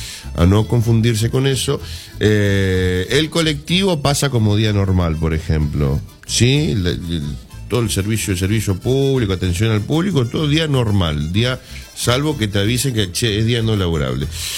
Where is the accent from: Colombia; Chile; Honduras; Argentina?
Argentina